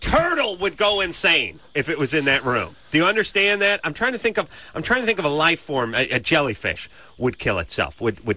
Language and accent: English; San Fernando Valley, California, United States; She's a hot chick from the San Fernando Valley. That's my hometown.